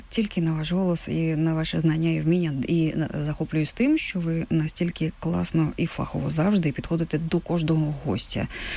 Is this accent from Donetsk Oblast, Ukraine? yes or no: yes; Horlivka, Donetsk Oblast, Ukraine; moved away; я з Донбасу, з Донецької Горлівки. В Донецьку працювала на радіо в FM-форматі.